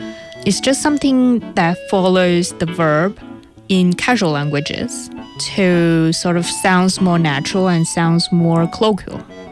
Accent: China; accent: northern Chinese; Sorry, my northern accent got mixed up in here.

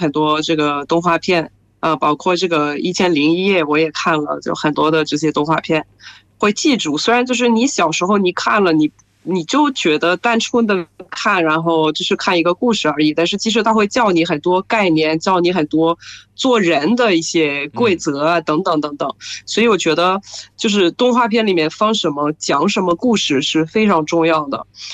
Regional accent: France; Chinese is a second language; 我是来自法国的

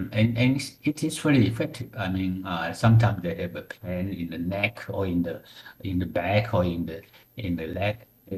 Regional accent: Chaozhou, Guangdong, China; English is a second language; Now, as Chaozhou and Zhejiang, this is my hometown. I didn't think that my hometown is so attractive to tourists

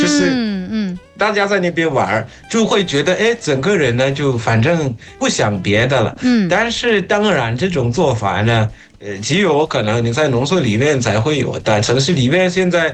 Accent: Zimbabwe; 我是来自津巴布韦的

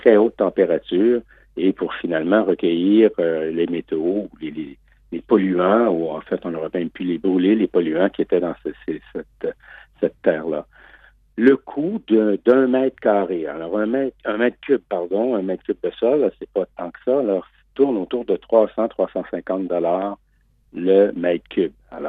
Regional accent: Canada; pour nous qui avons la chance de voyager, d'aller souvent en Chine quand on est Canadien

